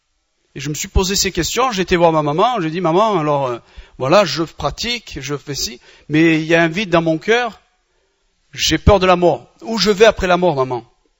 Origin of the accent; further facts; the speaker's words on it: Batna Province, Algeria; Je suis algérien, de mère algérienne et de père algérien, des Aurès, pour ceux qui connaissent, qui sont des... Je suis un berbère, un chaoui, des Aurès là-bas du côté de Betna et tout ça là-bas.